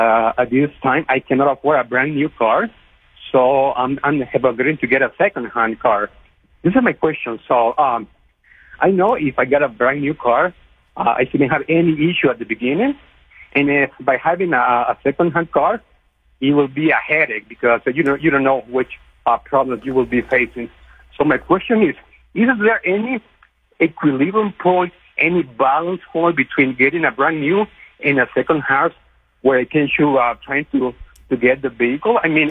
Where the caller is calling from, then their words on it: El Salvador; Actually, I'm not calling from Mexico. I'm calling from El Salvador. That's in Central America.